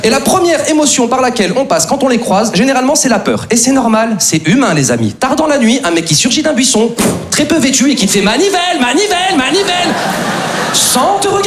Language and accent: French; Lyon, Auvergne-Rhône-Alpes, France; now in Paris, France; Bon, comme beaucoup d'entre vous les amis, je suis originaire de province, je suis originaire de Lyon.